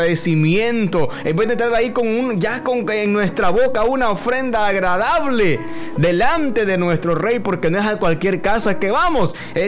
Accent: El Salvador

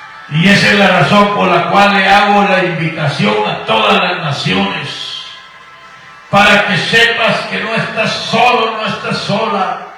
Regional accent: Guatemala; now in Houston, United States; mis hermanos allá en Guatemala, mi tierra natal. Les mandamos un cordial saludo desde aquí de Houston, Texas.

